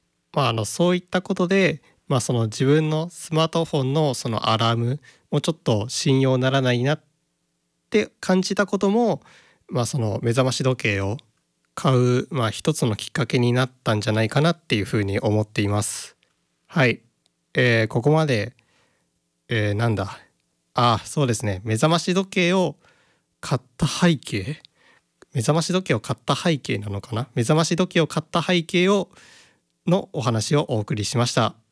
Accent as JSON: {"language": "Japanese", "region": "Okayama", "country": "Japan", "tie": "born or raised there", "said": "私岡山出身と言ったことがあったと思うんですけども"}